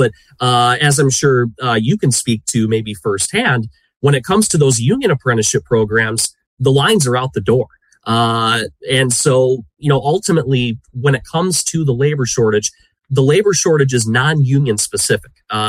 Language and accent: English; Michigan, United States; And even take my home state of Michigan.